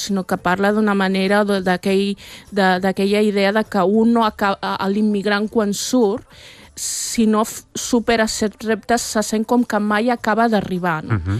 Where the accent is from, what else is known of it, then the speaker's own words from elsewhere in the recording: Catalonia, Spain; jo no tinc nostàlgia, perquè jo sóc catalana espanyola, no tinc nostàlgia del Marroc